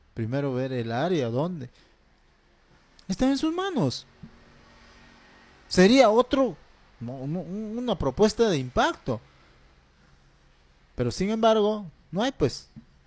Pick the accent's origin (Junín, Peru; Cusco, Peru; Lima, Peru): Junín, Peru; Ricrán district; born there; now in Pichanaki, Peru; un paisano de allá de mi pueblo donde me dio nacer, el distrito de Ricrán.